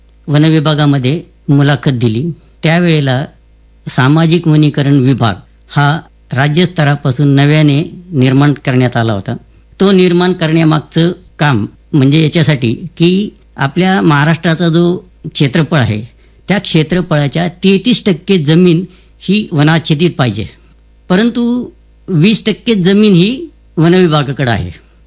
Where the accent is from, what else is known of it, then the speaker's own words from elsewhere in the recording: Bidkin, Maharashtra, India; म्हणून माझं गाव आहे बिडकीन, तर मग मी तिथं घरी गेलो.